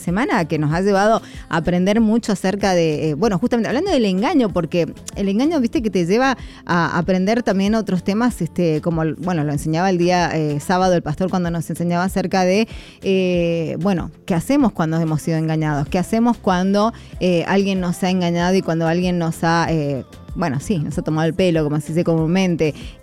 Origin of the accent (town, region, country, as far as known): Argentina